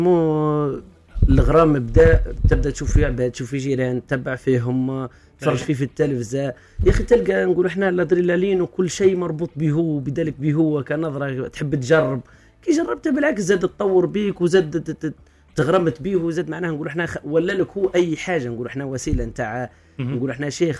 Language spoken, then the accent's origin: Arabic; Nefta, Tozeur Governorate, Tunisia; من نفطة. من نفطة.